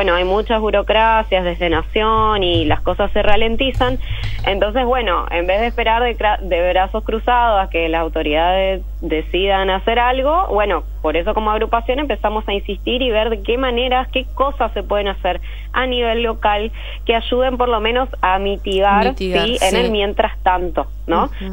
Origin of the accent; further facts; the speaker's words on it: Puerto Libertad, Misiones, Argentina; Yo soy de Puerto Libertad.